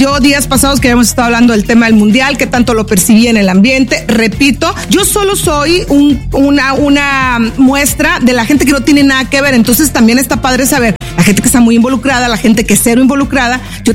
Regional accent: Mexico; como mexicanos, somos la sede del mundial

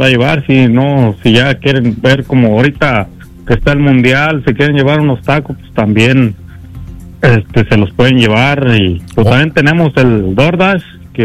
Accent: San Luis Potosí, Mexico; now in Sioux City, United States; Somos del estado de San Luis.

